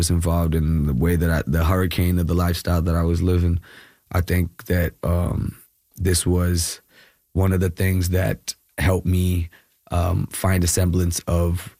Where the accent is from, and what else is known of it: Kerala, India; now in Bangalore, India